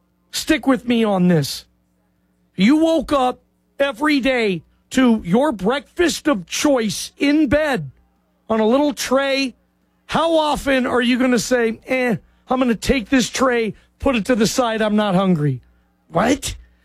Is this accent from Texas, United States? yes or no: no; Seattle, Washington, United States; I'm from Seattle. I've been to Lumen Field probably more than any other stadium in my life.